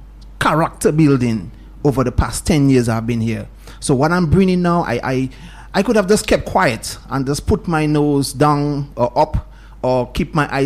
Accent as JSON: {"language": "English", "town": "Mount Prosper", "country": "Dominica", "also_born_or_lived": "United Kingdom", "said": "on behalf of the people of Coptol, where I reside now. I'm from Mount Prosper, but I live in Coptol."}